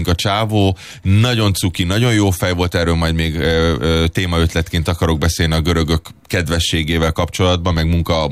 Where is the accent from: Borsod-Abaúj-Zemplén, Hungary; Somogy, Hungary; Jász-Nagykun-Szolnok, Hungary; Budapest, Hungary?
Budapest, Hungary; magyarként, meg úgy kis egyszerű kis budapesti ki cigányként